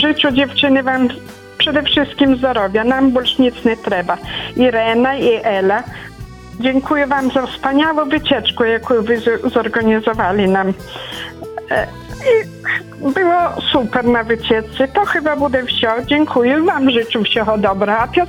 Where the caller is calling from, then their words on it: Bielsk Podlaski, Podlaskie Voivodeship, Poland; Ja dzwonię z Bielska, tak jak wy wskazali.